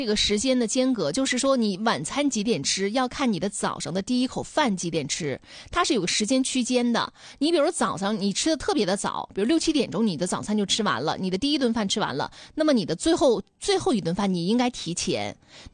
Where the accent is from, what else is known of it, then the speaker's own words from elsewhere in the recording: China; 但我们中国人传统觉得大餐应该放到晚上吃，